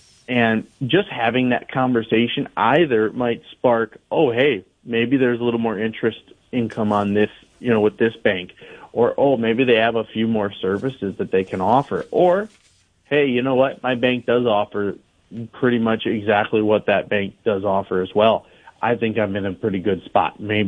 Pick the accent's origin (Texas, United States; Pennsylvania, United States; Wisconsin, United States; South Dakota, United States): South Dakota, United States; Estelline; or you're my hometown, small town, Esteline.